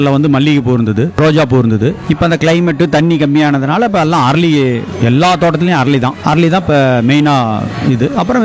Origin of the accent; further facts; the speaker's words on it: Panaimarathupatti, Tamil Nadu, India; பிறந்ததுல இருந்து இப்ப 60 வருஷமா இங்கேதான்.